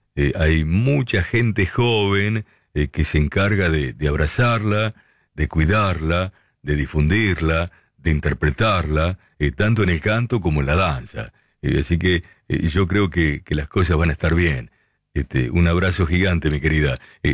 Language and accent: Spanish; Lincoln, Buenos Aires Province, Argentina; now in Necochea, Argentina; yo soy de Lincoln, pero resido en la ciudad de Necochea.